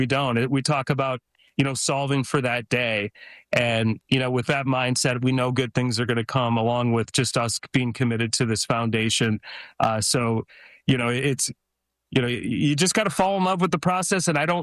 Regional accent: Detroit, Michigan, United States; You know, I grew up in Detroit, and, you know, I'm a Lions fan.

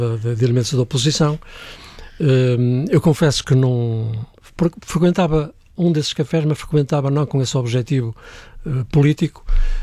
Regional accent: Arcos de Valdevez, Viana do Castelo, Portugal; O 1º de Maio vivi-o na minha terra, nos Arcos de Valdevez, em Arcos de Valdevez

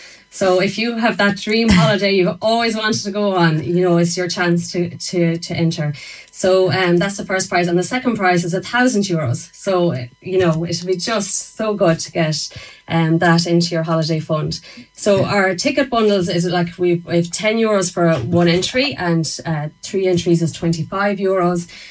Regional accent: Dunmore, County Galway, Ireland; moved away; And I came back to Dunmore about 15 years ago and knew no one in Dunmore after my long siesta away

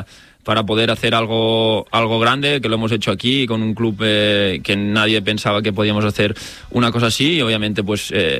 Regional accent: Girona, Catalonia, Spain; now in Madrid, Spain; pasar unos buenos días también ahora en mi tierra, que voy para allá, para Girona, que hace mucho tiempo que no voy

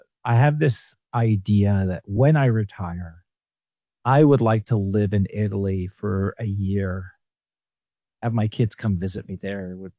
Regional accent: England, United Kingdom; So growing up in England, I studied English history

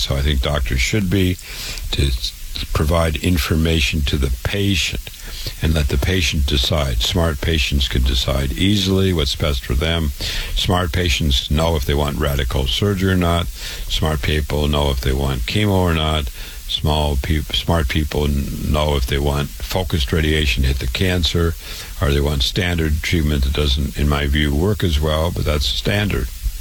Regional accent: Waterloo, Iowa, United States; I was born and raised in Waterloo, Iowa. I went to public school. I went to university. I went to medical school

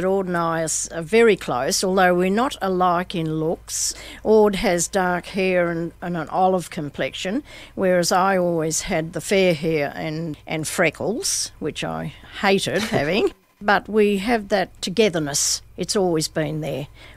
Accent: Harvey, Western Australia, Australia; We spent our schoolhood days here in Harvey. Aud and I were not what you'd call brilliant students. We were just not quite 15 when we left school.

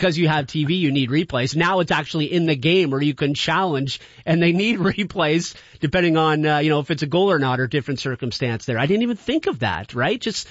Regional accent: Canada; So they knew Hockey Night in Canada and that's what they associated with me as a Canadian, right?

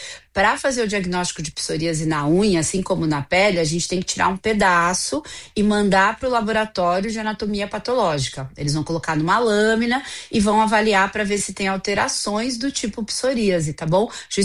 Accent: Araraquara, São Paulo, Brazil; eu sou de Araraquara, minha família inteira é de Araraquara

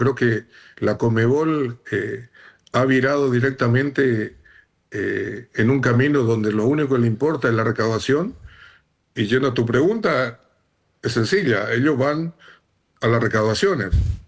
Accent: Luque, Central, Paraguay; born there; Yo nací en Luque

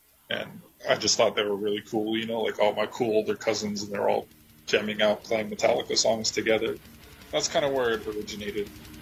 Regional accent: Akutan, Alaska, United States; I'm from Akitan, which is a village in the Aleutians on Akitan Island. That's where I grew up most of my childhood, so that's where, you know, that's home for me.

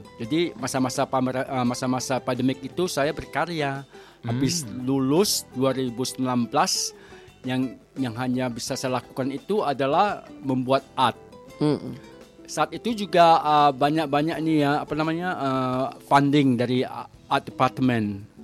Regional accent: Sumatra, Indonesia; accent: Batak / Acehnese / Malay-like

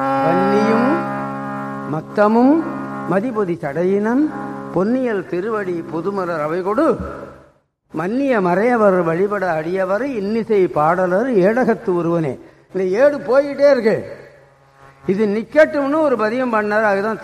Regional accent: Veerakannan, Tamil Nadu, India; born there; now in Chennai, India; நான் வீராக்கண்ணன்னு ஒரு ஊர்ல பிறந்தேன், தருமபுரத்துல படித்தேன், மெட்ராஸுக்கு வந்தேன்.

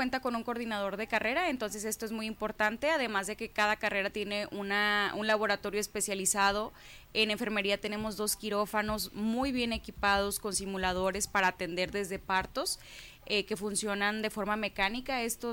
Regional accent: Mexico

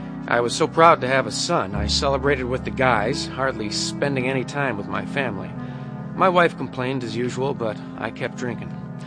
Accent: Endicott, New York, United States; I grew up in Endicott, New York, 15 miles from Pennsylvania.

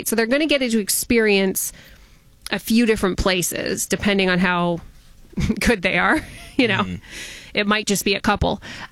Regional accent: Canada; because they know we're Canadian, they're going to notice how we're nice.

